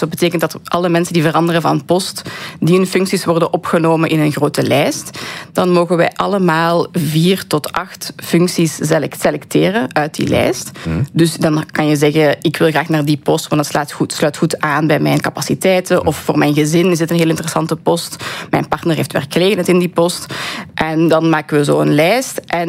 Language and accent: Dutch; Belgium; moved away as an adult; also born or lived in Dublin; now in Washington, United States; Inderdaad, ik ben 3 weken in België.